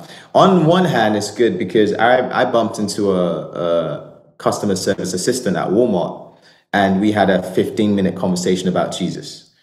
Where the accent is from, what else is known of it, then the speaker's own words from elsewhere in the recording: Nigeria; also born or lived in United Kingdom; You know, I lived in the UK for 18 years. I'm also Nigerian, so Nigerian humor is very like outlandish